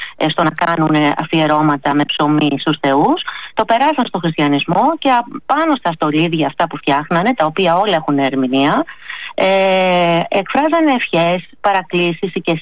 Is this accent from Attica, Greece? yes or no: yes; Kalyvia, Attica, Greece; Επειδή είμαι από τα Καλύβια, έχουμε βαστίξει χαμηλό τελεστή δόμησης και αυτό είναι πολύ καλό για τα Καλύβια.